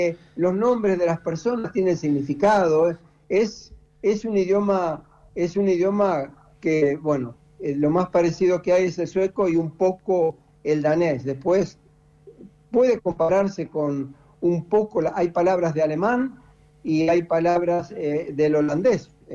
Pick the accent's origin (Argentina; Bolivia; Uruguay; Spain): Argentina; now in Norway; yo me siento noruego, a pesar de que los papeles dicen otra cosa. Yo me siento muy, muy noruego, por eso no extraño nada, de Argentina no extraño nada.